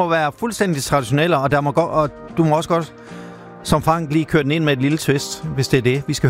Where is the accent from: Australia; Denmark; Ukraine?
Denmark; Randers, Central Denmark Region; Jeg er jo fra Randers oprindeligt. Får man rødkål på sin hotdog i Randers?